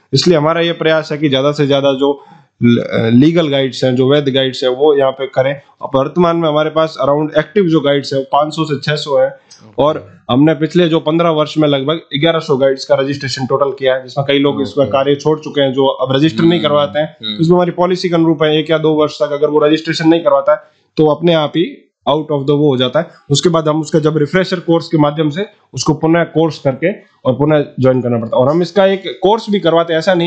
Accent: Jaisalmer, Rajasthan, India; मैं खुद जैसलमेर से आता हूँ

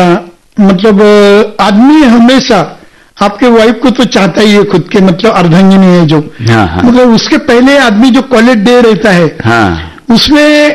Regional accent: Maharashtra, India; अभी मैं महाराष्ट्र का रहने वाला हूँ

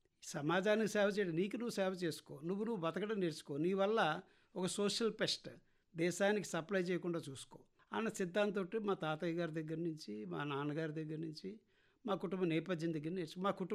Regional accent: Andhra Pradesh, India; born there; September 18, 1953 నేను పుట్టాను. మాది గ్రామీణ ప్రాంతం, గోదావరికి వరదలు వచ్చినాయట.

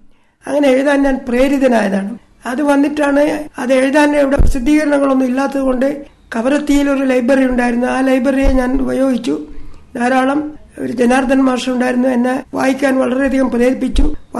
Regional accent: Lakshadweep, India; born there; ഞാൻ ജനിച്ച കാലത്ത് ലക്ഷദ്വീപ് ഈ മാതിരി പുരോഗതിയുള്ള ഒരു കാലഘട്ടമായിരുന്നില്ല. 1941

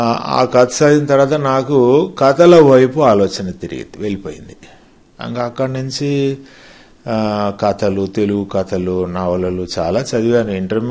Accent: Vellampalli, Telangana, India; also born or lived in Vavilala / Godavarikhani; మాది వెల్లంపల్లి గ్రామము, ప్రస్తుతం భూపాలపల్లి జిల్లా టేకుమట్ల మండలంలోకి వస్తుంది. నేను చదువుకున్నది 5th వరకు మా ఊరు వెల్లంపల్లిలో చదువుకున్నాను.

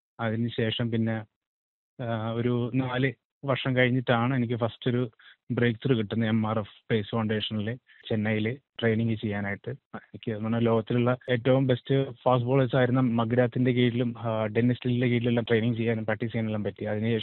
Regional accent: Arayankavu, Kerala, India; ഞാൻ ജനിച്ചതും വളർന്നതെല്ലാം ഞങ്ങളുടെ സ്വന്തം അരയൻകാവിലാണ്. എന്റെ ചെറുപ്പകാലം തൊട്ട് ഇവിടെ തന്നെയാണ് സ്കൂളിങ്ങും.

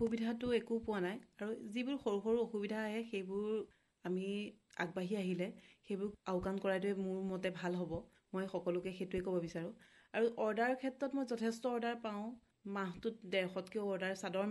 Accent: Nanoi Teliya, Assam, India; মই নগাঁও জিলাৰ ননৈ তেলিয়া গাঁৱৰ ছোৱালী আৰু একেবাৰে ওচৰতে থকা বাদলগাঁৱৰ মই বোৱাৰী।

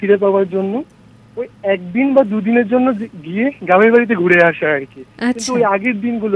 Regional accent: Agartala, Tripura, India; born there; also born or lived in Belonia; আমার গ্রামের বাড়ি বিলুনিয়াতে। আমার থাকা পড়াশোনা সত্ত্বেও আমার থাকা হচ্ছে কি আগরতলাতে।

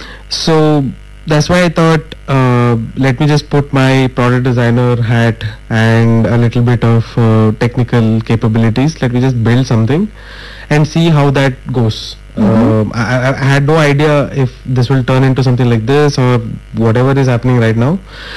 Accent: Bangalore, Karnataka, India; And I'm from Jayanagar. And Jayanagar is always considered as the beautiful part of Bangalore.

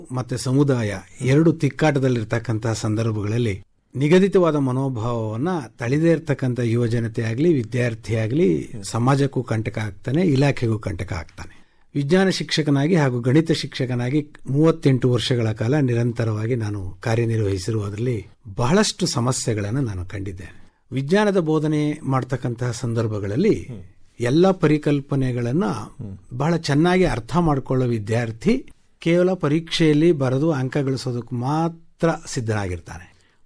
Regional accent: Mandya district, Karnataka, India; ನಾನು ಮೂಲತಃ ಮಂಡ್ಯ ಜಿಲ್ಲೆಯ ನಿವಾಸಿ

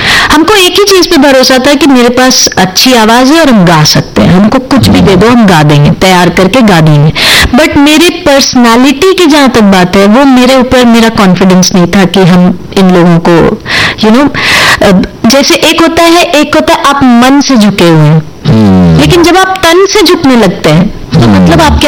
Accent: Bihar, India

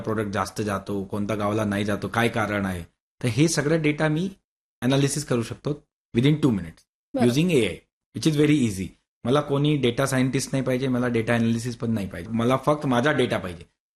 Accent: Varanasi, Uttar Pradesh, India; आमच्या गाव काशीमध्ये आहे

